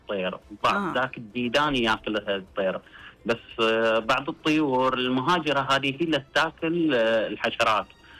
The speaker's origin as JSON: {"language": "Arabic", "town": "Qatif", "region": "Eastern Province", "country": "Saudi Arabia", "said": "إحنا البلبول عندنا منتشر عندنا في القطيف بشكل كبير."}